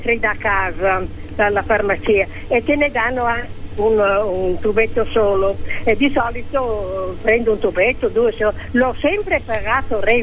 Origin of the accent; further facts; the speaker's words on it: Mantua, Lombardy, Italy; Sono di Mantova, della zona di Valdaro.